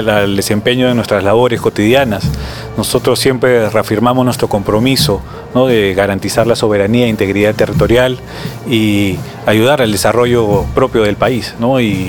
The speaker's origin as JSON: {"language": "Spanish", "country": "Peru", "said": "los valores que tenemos como peruanos"}